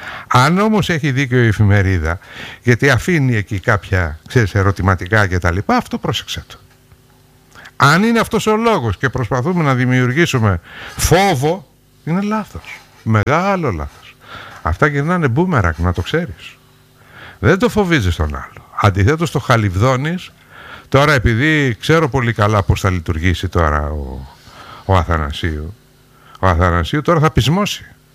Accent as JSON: {"language": "Greek", "town": "Kalymnos", "region": "South Aegean", "country": "Greece", "lives_now": "Rhodes, Greece", "said": "Μπορεί να μην γεννήθηκα εδώ, εγώ είμαι Καλλίμνιος, γεννήθηκα στην Κάλλινο."}